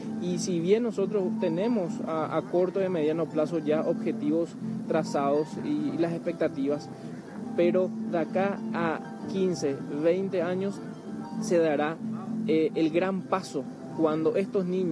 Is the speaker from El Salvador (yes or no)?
no; Paraguay; como paraguayos verdaderamente tenemos que decir de que estamos a la vanguardia en materia de primera infancia.